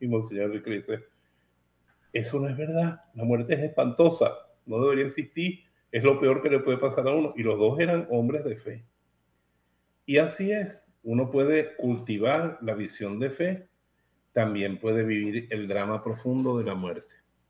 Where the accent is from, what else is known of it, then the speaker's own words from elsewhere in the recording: Valencia, Carabobo, Venezuela; moved away; nosotros somos de la Arquidiócesis de Valencia, originarios, todos los que trabajamos en la Voz de Jesús somos de allí.